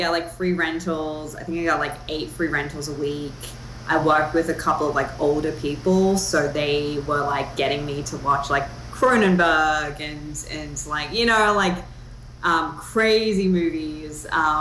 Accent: Sydney, New South Wales, Australia; So I grew up in Sydney, in the suburbs, and neither of my parents were in the film industry.

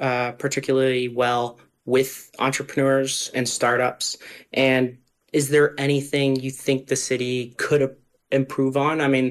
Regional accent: Toronto, Ontario, Canada; now in Calgary, Canada; like I'm from Toronto or close to Toronto originally, And something I absolutely love, and I notice about Calgary, is everyone is super friendly.

